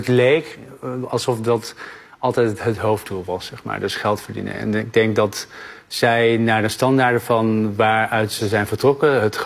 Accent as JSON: {"language": "Dutch", "country": "Netherlands", "tie": "born or raised there", "said": "ik denk vooral toen ik in Nederland hier opgroeide. Ja, ik ben hier geboren en hier naar school ging."}